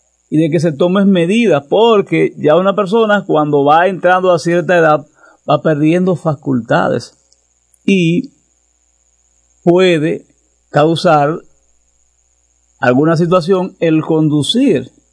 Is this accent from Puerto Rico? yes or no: no; Dominican Republic; como ciudadanos, como dominicanos, como dominicanas